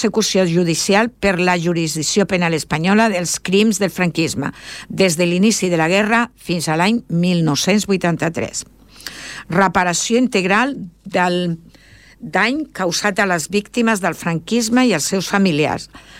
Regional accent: Extremadura, Spain; sóc extremenya i estic en una associació a Extremadura

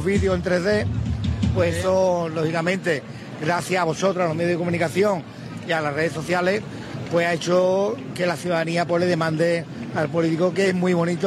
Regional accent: La Línea de la Concepción, Andalusia, Spain; me gustaría felicitar al pueblo, a mi pueblo, pueblo de la línea.

